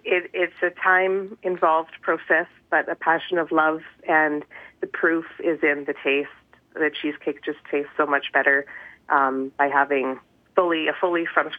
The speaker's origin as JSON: {"language": "English", "country": "Canada", "tie": "born or raised there", "said": "as a kid growing up in Canada, I definitely did"}